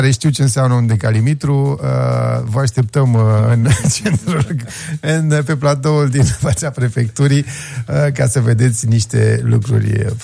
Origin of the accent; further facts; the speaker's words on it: Călărași, Călărași County, Romania; Noi însă, locuitorii Călărașului